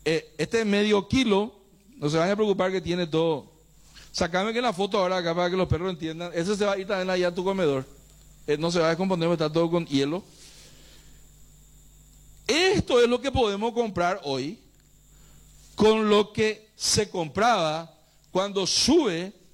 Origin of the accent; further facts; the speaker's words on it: Paraguay; Pero yo tengo los tíos todos rubios. Entonces, esos somos los paraguayos. Somos hijos de nuestros, de los que nos hicieron víctimas.